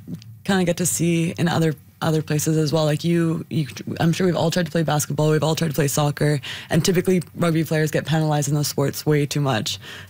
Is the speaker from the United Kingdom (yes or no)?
no; Oakville, Ontario, Canada; when I was growing up in Oakville